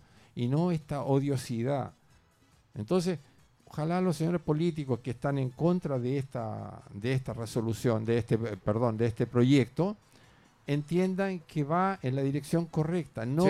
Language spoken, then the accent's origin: Spanish; Chile; now in San Fernando, Chile; Todos los chilenos queremos trabajar en paz.